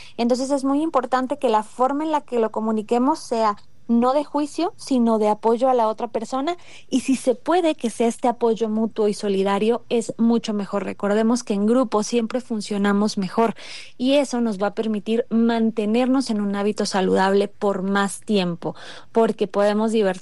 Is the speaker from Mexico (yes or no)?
yes; Mexico; Nosotros como mexicanos tenemos también esta cultura muy del alimento.